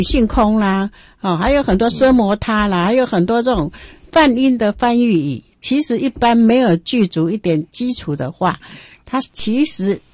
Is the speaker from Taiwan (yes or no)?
no; China; 我们中国人本身要懂就很难，你知道吗？